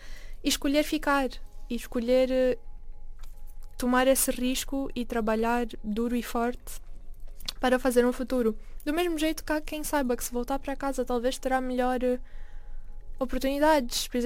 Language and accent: Portuguese; Maputo, Mozambique; now in Portugal; eu aprendi a chamar Portugal a casa, de certo modo. Não é o mesmo significado de casa quando eu falo de Maputo